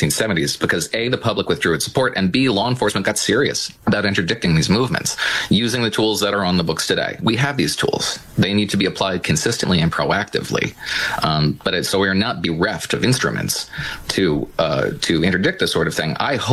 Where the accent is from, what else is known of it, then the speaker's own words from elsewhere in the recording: New Jersey, United States; Well, I grew up in Western New Jersey. I'm actually about 10 minutes away from my home that I grew up in as a kid